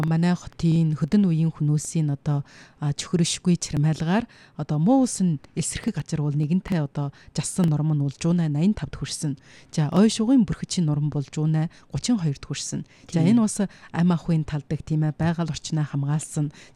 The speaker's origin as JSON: {"language": "Mongolian", "town": "Ordos", "region": "Inner Mongolia", "country": "China", "said": "манай нутаг оронд хүрч ирээд ордос нутагт хүрч ирээд"}